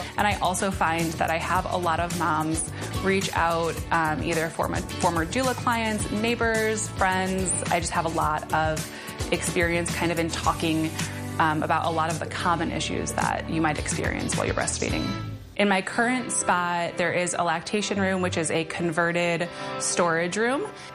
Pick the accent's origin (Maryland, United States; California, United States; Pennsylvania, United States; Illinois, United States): Illinois, United States; Chicago; I'm from Chicago, and I'm a mom and a Chicago police officer.